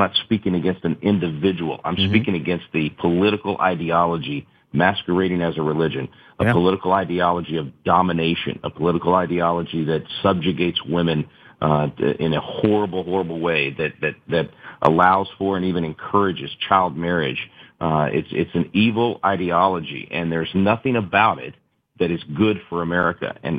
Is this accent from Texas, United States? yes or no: yes; Texas, United States; even in frankly where I grew up in the Dallas-Fort Worth area, my old high school is one of the ones that's been highlighted